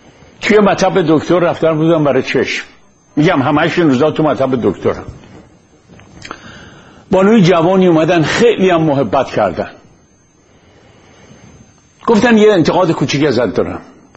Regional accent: Iran; خب نژاد من چیه؟ ملت من چیه؟ من کجاییم؟ من ایرانیم.

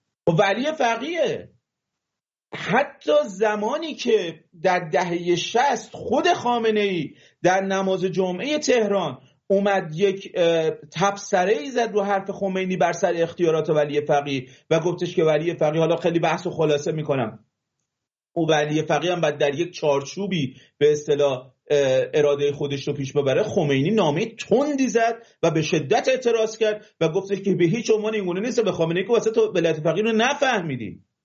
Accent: Mazandaran, Iran; من حالا تو ذکر کردی به من چون بچه مازندرانم، این مازندرانی ها واقعا ناخواسته صداشو میره بالا.

